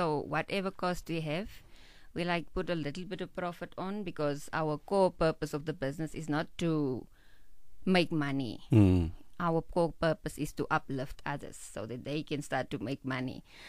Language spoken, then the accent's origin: English; Kuruman, Northern Cape, South Africa; as you guys maybe know, I'm from Kruman in the Northern Cape. We have a lot of mining sectors.